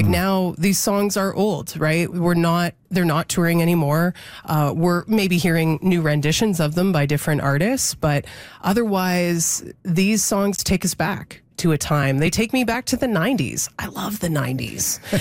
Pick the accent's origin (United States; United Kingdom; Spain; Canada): Canada; Ontario; when we were growing up outside of Toronto.